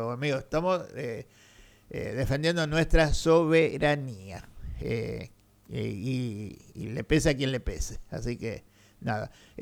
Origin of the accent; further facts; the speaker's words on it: Argentina; nosotros en Argentina seguimos siendo argentinos